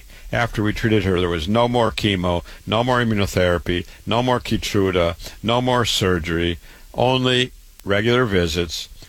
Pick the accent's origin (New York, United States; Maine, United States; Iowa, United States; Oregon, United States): Iowa, United States; Waterloo; I just want to introduce myself. I was born and raised in Waterloo, Iowa.